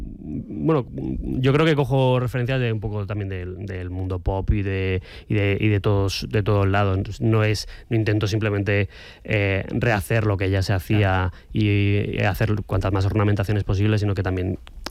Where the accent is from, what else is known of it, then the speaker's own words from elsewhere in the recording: Madrid, Community of Madrid, Spain; now in Valencia, Spain; Soy de Madrid, pero llevo ya 7 años aquí y nada, encantado de estar aquí, me encanta Valencia.